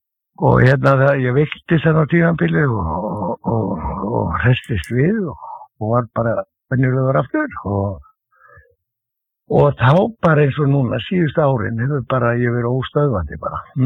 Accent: Reykjavík, Capital Region, Iceland; Já, ég er fæddur á uppalinn í Klefsóttinu

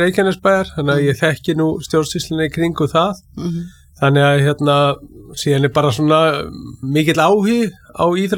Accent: Keflavík, Southern Peninsula, Iceland

